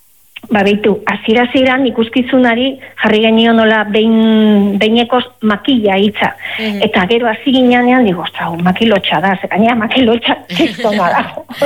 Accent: Basque Country, Spain; Ba, bizkaitarra naiz eta nire herrian dausoan hori egun handia zan, gau handia zan, ez?

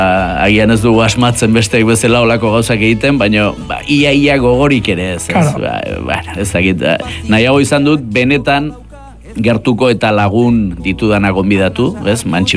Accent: Errenteria, Basque Country, Spain; born there; ni Santa Clara kalean sortu nintzen Errenterian

